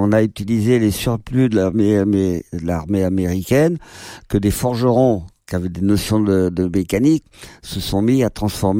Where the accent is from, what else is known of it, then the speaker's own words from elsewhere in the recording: Les Herbiers, Pays de la Loire, France; Déjà, chez nous aux Herbiers, il y avait encore des bœufs, vers 68 encore, qui étaient encore utilisés.